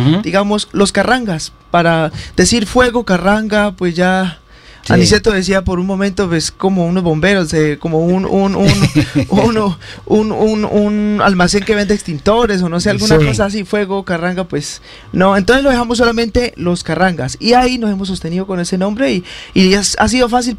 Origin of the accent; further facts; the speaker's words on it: San Agustín, Huila, Colombia; habemos tres músicos que somos de San Agustín. Mi papá, el baterista, y yo somos de San Agustín.